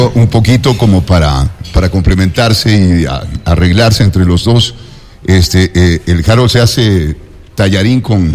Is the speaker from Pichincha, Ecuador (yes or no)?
yes; Quito, Pichincha, Ecuador; No, yo sí, como buen quiteño, me parece, y en algún momento lo tengo que proponer como el mejor hornado del mundo, el hornado pastuso.